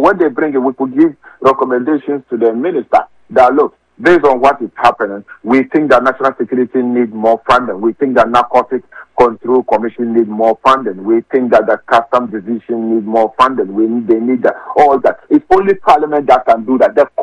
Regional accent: Ghana; And I feel sad as a Ghanaian that our country now

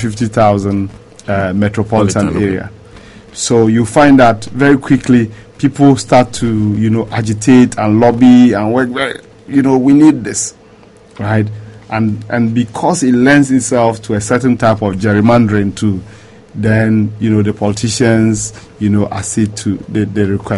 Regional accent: Ghana; I'm a Ghanaian.

